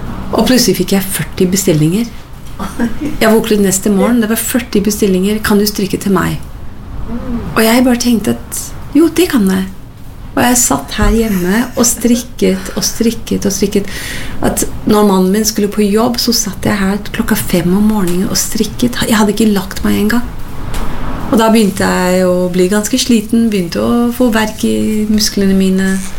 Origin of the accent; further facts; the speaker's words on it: Scotland, United Kingdom; now in Norway; født og oppvokst I Skottland, kom til Norge I 1986 og har bodd her siden.